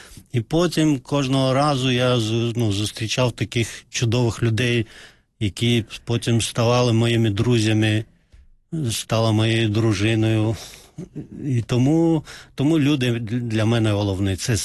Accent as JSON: {"language": "Ukrainian", "country": "Azerbaijan", "second_language": "Ukrainian", "moved": "as an adult", "lives_now": "Ukraine"}